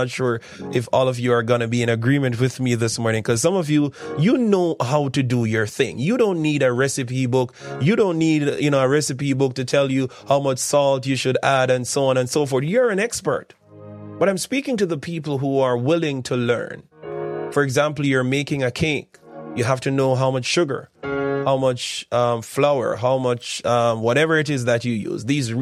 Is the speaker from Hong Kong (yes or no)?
no; Jamaica; A lot of us as Jamaican men, I'm speaking for myself, we don't like to use recipe books.